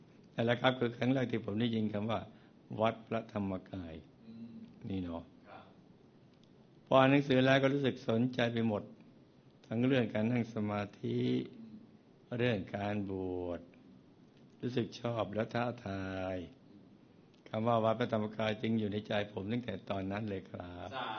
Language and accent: Thai; Bangkok, Thailand; also born or lived in Betong; ผมเกิดที่เบตงจังหวัดยะลานี่มาต่อที่กรุงเทพผมเป็นพี่น้อง5คนหญิง3ชาย2ครับ